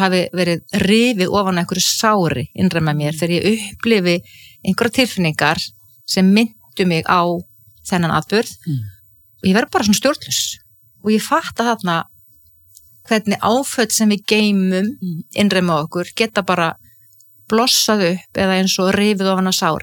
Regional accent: Ísafjörður, Westfjords, Iceland; ég alveg upp á Ísafirði

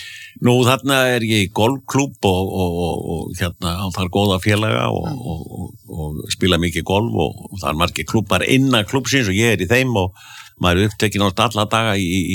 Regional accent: Akureyri, Northeastern Region, Iceland; Þetta minni mig á þegar ég var krakki alast upp á Akureyri.

